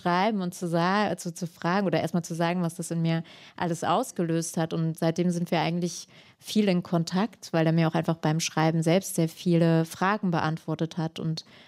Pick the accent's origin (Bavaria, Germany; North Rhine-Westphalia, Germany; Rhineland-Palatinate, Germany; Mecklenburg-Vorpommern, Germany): Rhineland-Palatinate, Germany; Hermeskeil; born there; Und das hatte ich eben mit meinem Geburtsort, dass ich gemerkt habe, ich habe sozusagen die Taten selbst geschützt, indem ich auf das Schweigen reingefallen bin, das dort herrschte.